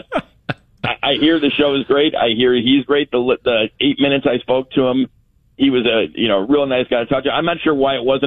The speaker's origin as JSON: {"language": "English", "town": "Flossmoor", "region": "Illinois", "country": "United States", "tie": "born or raised there", "said": "I grew up in Flossmoor, the great South Suburban region there"}